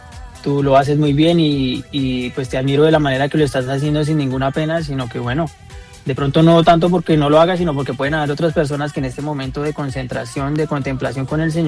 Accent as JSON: {"language": "Spanish", "country": "Colombia", "moved": "as an adult", "lives_now": "Barcelona, Spain"}